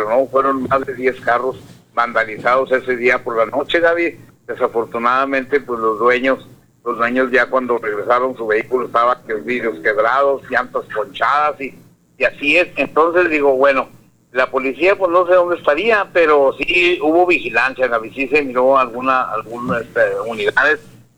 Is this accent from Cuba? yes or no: no; Mexico; así somos los mexicanos